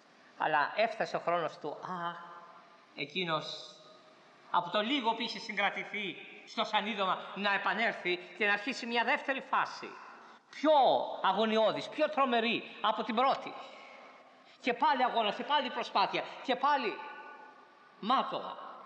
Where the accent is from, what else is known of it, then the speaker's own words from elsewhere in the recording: Corfu, Ionian Islands, Greece; ήμουν στο νησί μου στην Κέρκυρα